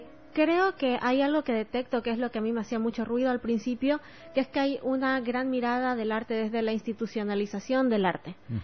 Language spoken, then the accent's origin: Spanish; Santa Cruz de la Sierra, Santa Cruz, Bolivia; moved away as an adult; also born or lived in Argentina